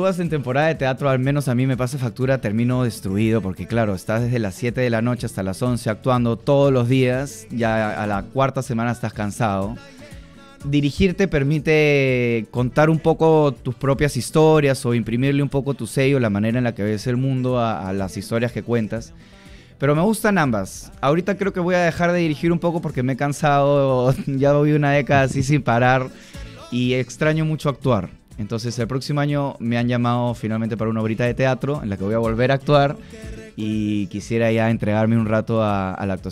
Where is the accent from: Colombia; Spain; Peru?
Peru